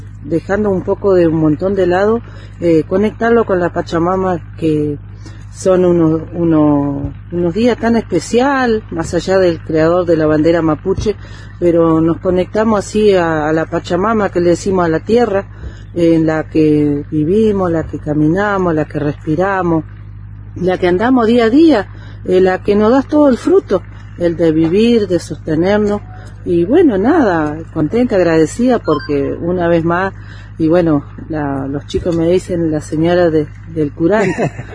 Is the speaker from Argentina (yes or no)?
yes; Chubut, Argentina; now in Gualjaina, Argentina; para los que no me conocen … soy nacida y criada en Sierra de Gualjaina, nomás que ahora estoy habitando en la localidad de Gualjaina.